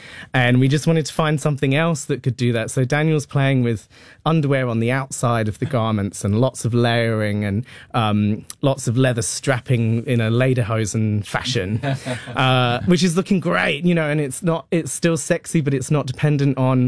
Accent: Leicester, East Midlands, United Kingdom; You know, she's from Birmingham, which is really close to where I grew up. I grew up in Leicester.

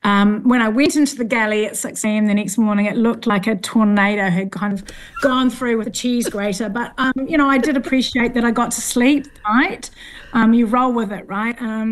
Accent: Northland, New Zealand; From a foodie family background, growing up in the Bay of Islands, we grew everything. We fished every day.

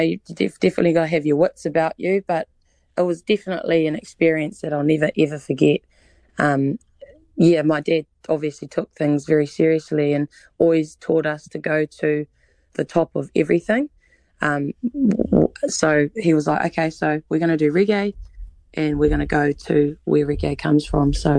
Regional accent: Rotorua, Bay of Plenty, New Zealand; born there; She was in labour at the Matamata pub before I was born in Rotorua.

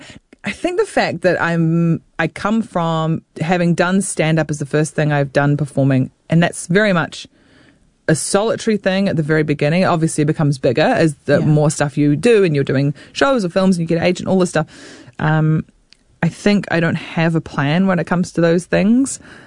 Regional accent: New Zealand; moved away; still am a Kiwi novelty.

